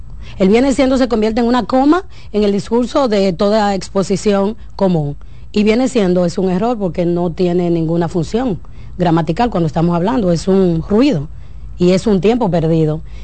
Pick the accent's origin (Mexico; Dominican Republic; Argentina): Dominican Republic; la riqueza cultural que tenemos como dominicanos.